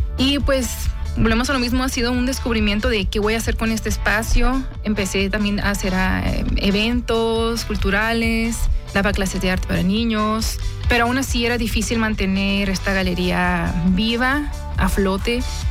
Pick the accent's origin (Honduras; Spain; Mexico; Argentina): Mexico; Ojinaga, Chihuahua; aún así siendo mexicanos, yo siendo de Ojinaga, una frontera que pues se vive ahí la vida pues muy lento, o sea, somos muy tranquilos, especialmente en Presidio, que es, no me gustaría decirle que pueblo fantasma, pero son lugares cálidos